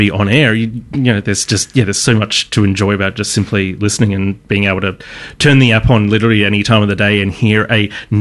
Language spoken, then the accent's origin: English; Geelong, Victoria, Australia; now in Melbourne, Australia; I was I grew up in Geelong, but I was sort of newish to Melbourne